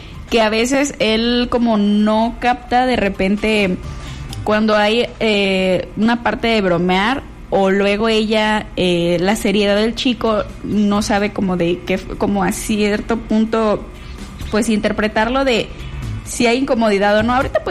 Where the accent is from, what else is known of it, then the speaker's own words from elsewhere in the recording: Mexico; como los mexicanos somos súper así de pasión